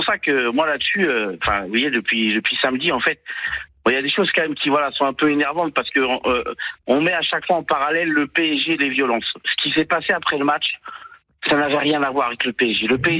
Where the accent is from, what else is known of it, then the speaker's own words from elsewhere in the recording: Paris, Île-de-France, France; born there; now in Toulouse, France; je suis expatrié de Toulouse, mais je suis parisien de naissance, bien sûr.